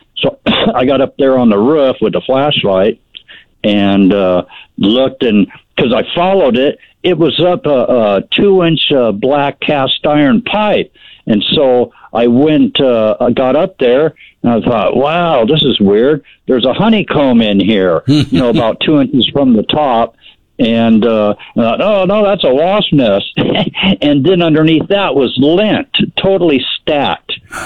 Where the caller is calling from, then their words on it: Boise, Idaho, United States; I was in my house here in Boise for 26 years